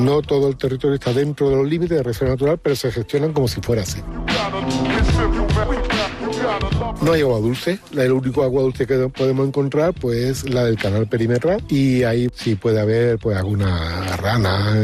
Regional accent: Málaga, Andalusia, Spain; soy natural de Málaga y mi profesión es biólogo. Y yo estoy en Fuente de Piedra ahora mismo

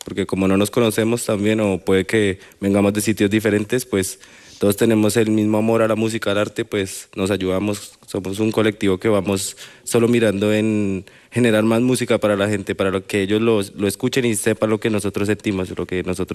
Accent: Bogotá, Colombia; now in Spain; yo escucho mucho música de mi país, de Colombia. Yo siempre tengo presente a los raperos porque Bogotá, de donde yo vengo, es la ciudad, una de las ciudades más raperas del mundo.

